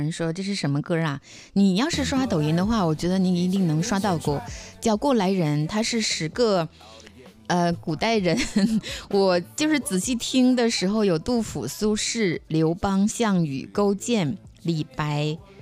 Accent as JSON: {"language": "Chinese", "country": "China"}